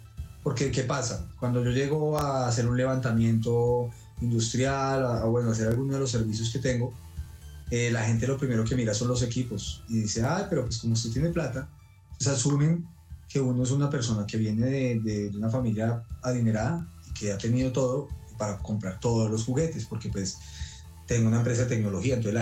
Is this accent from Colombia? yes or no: yes; Colombia; cuando nosotros como colombianos, pues se nos dificulta básicamente aterrizar nuestras ideas y escribir un proyecto.